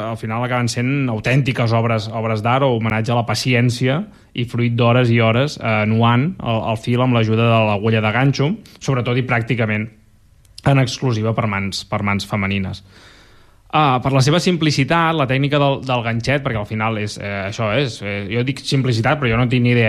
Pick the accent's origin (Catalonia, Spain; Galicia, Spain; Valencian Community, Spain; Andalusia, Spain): Catalonia, Spain; En castellà, tapetes. Però com que som catalans, tapets.